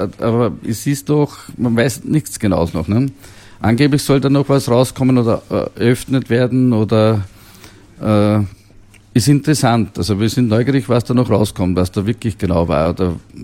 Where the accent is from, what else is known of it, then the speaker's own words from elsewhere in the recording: Austria; wie wir als Österreicher gekommen sind